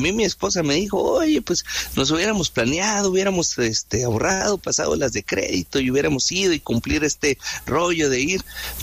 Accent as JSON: {"language": "Spanish", "country": "Mexico", "said": "primero somos mexicanos, primero somos humanos"}